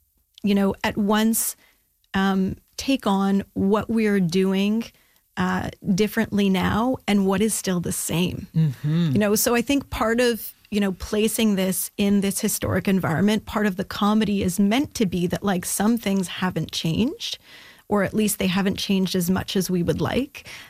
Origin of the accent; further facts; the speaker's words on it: Ottawa, Ontario, Canada; I visited it as a child. I'm actually from Ottawa originally, but I did come when I visited friends and family in the city.